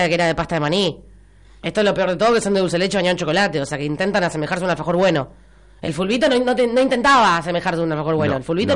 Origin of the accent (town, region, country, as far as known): Argentina